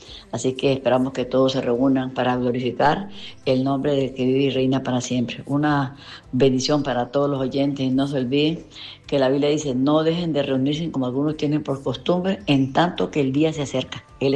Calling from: Copabuena, Puntarenas, Costa Rica; Copa Buena, Catorruz.

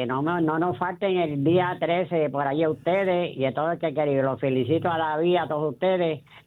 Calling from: Yabucoa, Puerto Rico; Yo soy el trovador de Yabucoa.

